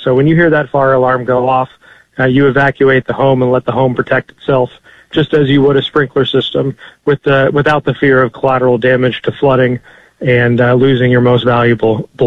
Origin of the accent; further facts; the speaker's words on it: Altadena, California, United States; Early on, I witnessed the LA fires in my hometown of Altadena